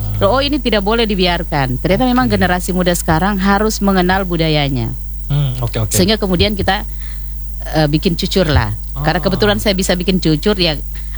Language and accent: Indonesian; Southeast Sulawesi, Indonesia; Dan cucur itu sebenarnya bagian dari identitas kita sebagai orang Muna, entah orang Buton, yang kemudian memang di dalam haruanya itu harus ada cucur, kan? Itu identitas kita.